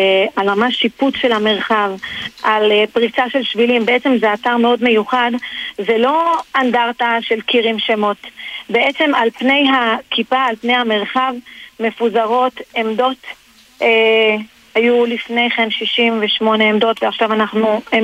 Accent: Northern District, Israel; נכון מאוד, אנחנו גרים בנטור. שחר הגיע לפה בגיל 3, ואנחנו גדלנו בגולן, גם אני וגם בעלי, ואנחנו לגמרי בני בית פה.

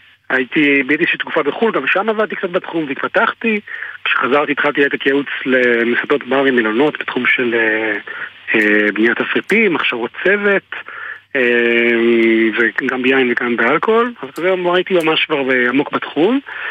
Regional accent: Jerusalem, Jerusalem District, Israel; אני לא נולדתי בירוחם, אני בירושלים במקור

